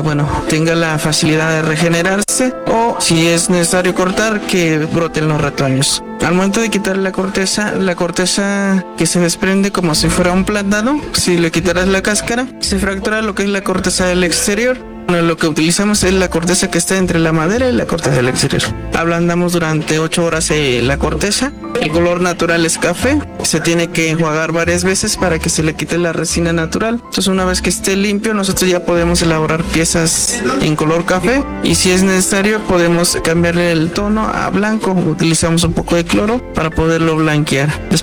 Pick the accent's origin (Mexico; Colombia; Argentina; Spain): Mexico; Puebla; Nosotros venimos de la Sierra Norte de Puebla, en los límites de Puebla Hidalgo, y en nuestra comunidad nos dedicamos a hacer lo que es el papel amate.